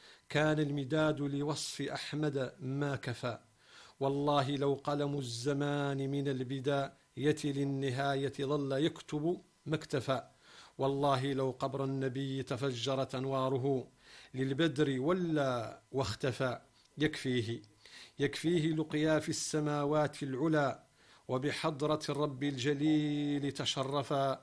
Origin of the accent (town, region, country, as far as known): Morocco